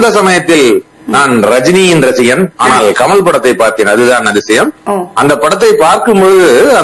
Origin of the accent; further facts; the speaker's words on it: Salem district, Tamil Nadu, India; born there; now in Salem, India; India, Tamil Nadu, Salem மாவட்டம். சேலம் மாவட்டத்துக்கு அருகே உள்ள வாழப்பாடி தாலுகா, வேலூர் என்ற ஊர் எனது பிறந்த ஊர். ஆனால் நான் தற்சமயம் இருப்பது சேலத்திலே.